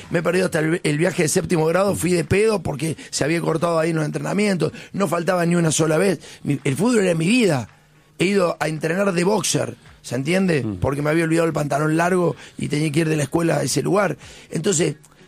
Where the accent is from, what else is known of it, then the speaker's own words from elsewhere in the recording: Argentina; Pero nosotros somos argentinos. Nosotros somos argentinos.